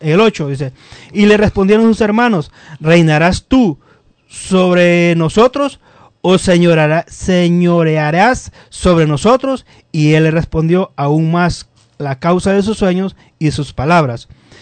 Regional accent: Honduras; Yo tengo la responsabilidad por mi país, Honduras.

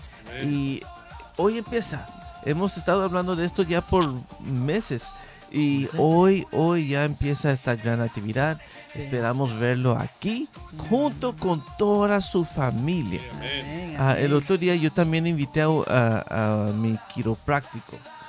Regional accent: Venezuela; now in Nashville, United States; Yo soy de Venezuela y todos vivimos aquí en Estados Unidos.

